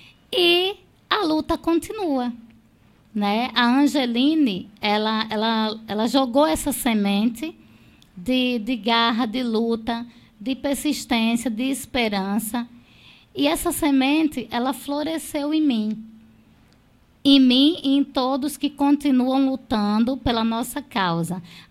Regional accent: Santa Rita, Paraíba, Brazil; also born or lived in Bayeux, Paraíba; eu sou mulher, 46+, nordestina, paraibana, santarritense com extensão em Bahia. Porque eu só não nasci em Bahia porque não tinha maternidade nos anos 80. Eu tive que vir nascer na Flávio Ribeiro.

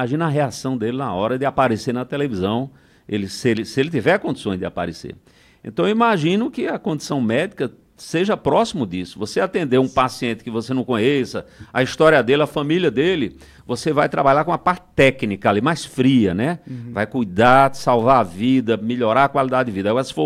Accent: Northeast Region, Brazil; now in São Paulo, Brazil; Eu já vim do Nordeste para cá, para São Paulo.

